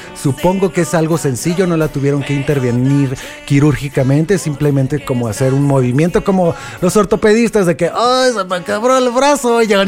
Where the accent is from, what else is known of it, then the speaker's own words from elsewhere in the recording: Guadalajara, Jalisco, Mexico; Yo soy de Guadalajara.